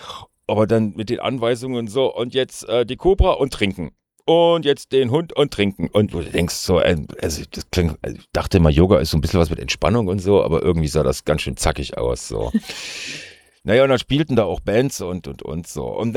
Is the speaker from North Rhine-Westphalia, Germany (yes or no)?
yes; North Rhine-Westphalia, Germany; Aber ich komme halt aus dem Ruhrpott, so.